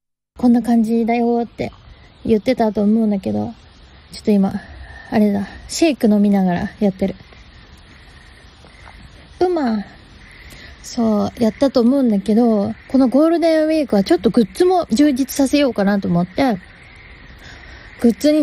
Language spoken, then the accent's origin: Japanese; Sano, Tochigi, Japan; 4月5日 栃木県佐野市、地元の栃木県でやりましたお花火ライブの様子をここからお聞きください